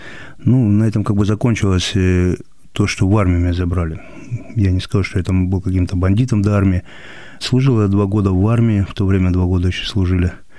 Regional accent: Rylsk, Kursk Oblast, Russia; born or raised there

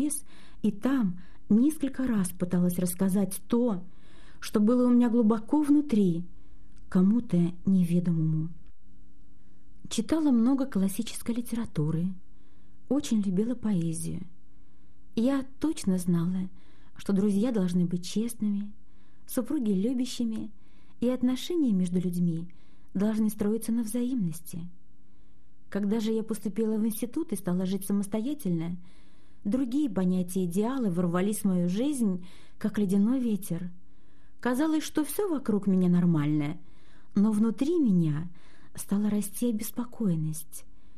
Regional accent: Magadan Oblast, Russia; also born or lived in Ukraine; Мне 30 лет. Родилась я на Украине. Но когда мне исполнилось 4 года, мы переехали на крайний север, в Магаданскую область.

